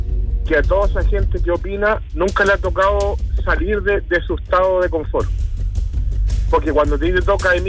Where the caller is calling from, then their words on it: Chile; Yo soy chileno. Casado con mujeres venezolanas, llevamos 10 años juntos.